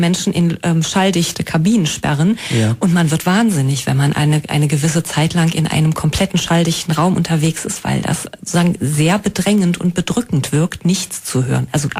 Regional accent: Halberstadt, Saxony-Anhalt, Germany; Ich weiß, dass zum Beispiel für meine Heimatstadt Halberstadt, dass da die Glocken in ihrem Zusammenspiel eine ganz eigene Tonalität entwickeln.

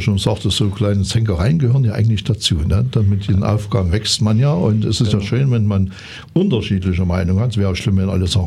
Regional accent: Saxony, Germany; Also ich bin ja Sachse, also ich weiß es jetzt nicht so aus der sächsischen Schullandschaft

